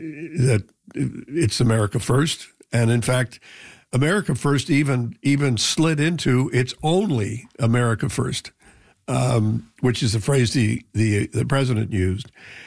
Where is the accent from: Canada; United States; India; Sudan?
Canada; as a Canadian diplomat